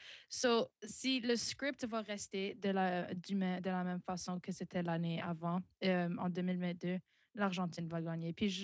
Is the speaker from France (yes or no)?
no; Morocco; même si que je suis marocaine et que j'adore mon pays.